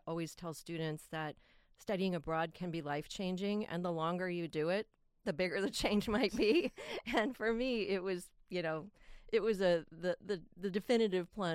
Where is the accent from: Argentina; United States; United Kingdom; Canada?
United States; Midwest; You know, I came from the Midwest.